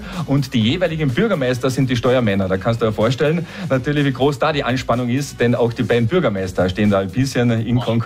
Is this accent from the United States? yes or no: no; Villach, Carinthia, Austria; born there; ich bin ein gebürtiger Villacher